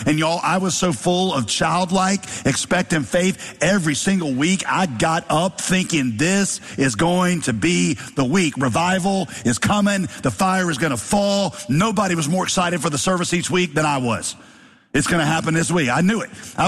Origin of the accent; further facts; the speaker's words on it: Winston-Salem, North Carolina, United States; Now, some of you might know, I grew up in Winston-Salem. That was my home city. The time I was two, went to college, Winston-Salem.